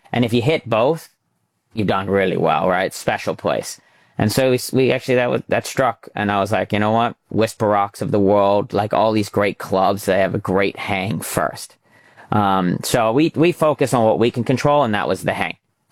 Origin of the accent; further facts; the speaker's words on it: New York, United States; I grew up in the Hamptons, and I caddied at every golf course just to have access to a golf course.